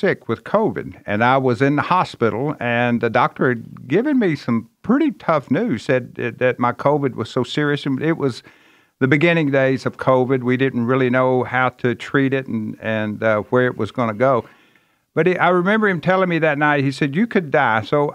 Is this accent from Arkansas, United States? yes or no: yes; Harrisburg, Arkansas, United States; also born or lived in Memphis, Tennessee; But no, I grew up in a small town in Arkansas, northeast Arkansas, called Harrisburg. Out in the country, country boy